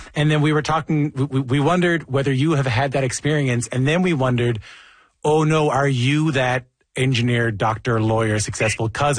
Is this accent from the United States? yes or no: no; Newfoundland and Labrador, Canada; who comes from a very different story growing up in Newfoundland than you did